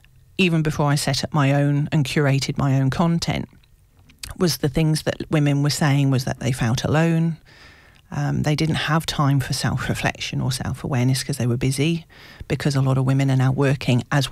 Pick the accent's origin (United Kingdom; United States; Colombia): United Kingdom; moved away as an adult; now in Australia; "Oh, it's just because you're British." I'm like, "Well, I'm Aussie now as well,"